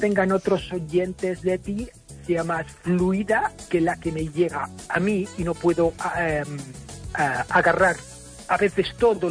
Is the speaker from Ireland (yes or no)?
yes; Ireland; Spanish is a second language; Yo soy irlandés y te prometo que cuando hablo en inglés hablo bastante más rápido que cuando hablo en español, porque obviamente mi español no es, no es tan fluido como mi inglés.